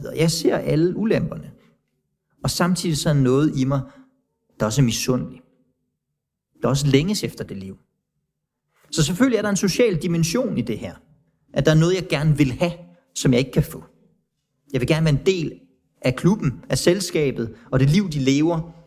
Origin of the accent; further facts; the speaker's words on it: Tanzania; Fordi jeg er vokset op i Tanzania. Jeg har hørt om, mennesker, der har været besat.